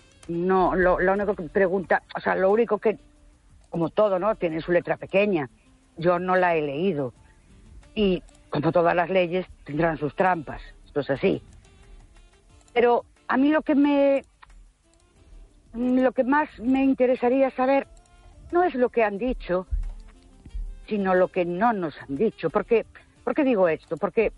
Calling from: Ourense, Galicia, Spain; de Orense.

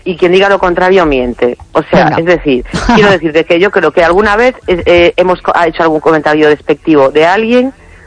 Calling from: A Coruña, Galicia, Spain; de La Coruña.

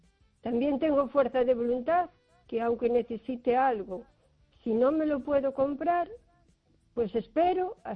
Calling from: Carballiño, Galicia, Spain; de Carballiño

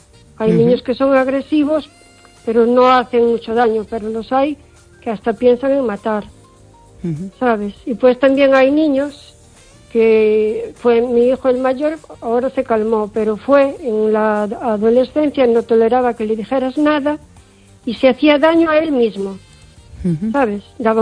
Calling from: O Carballiño, Galicia, Spain; de Carballiño.

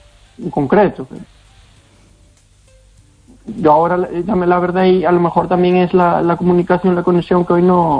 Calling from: Santiago de Compostela, Galicia, Spain; Desde Compostela, desde Santiago.

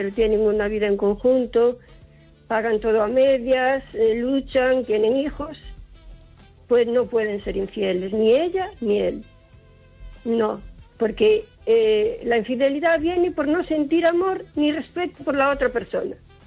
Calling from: O Carballiño, Galicia, Spain; de Carballiño.

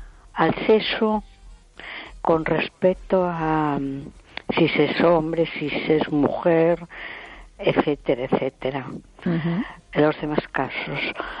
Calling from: A Coruña, Galicia, Spain; de Coruña.

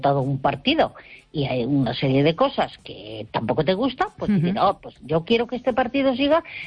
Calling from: Galicia, Spain; Que estoy muy cerquita de Vigo y llamo desde la provincia de Pontevedra.

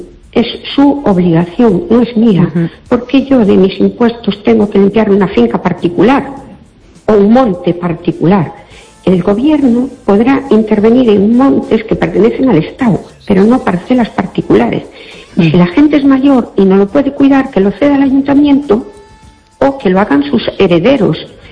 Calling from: Fene, Galicia, Spain

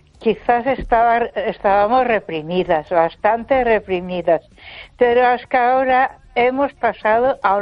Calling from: Ponferrada, Castile and León, Spain; de Ponferrada.

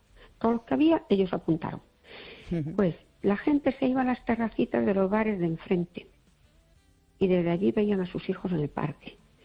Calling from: Fene, Galicia, Spain

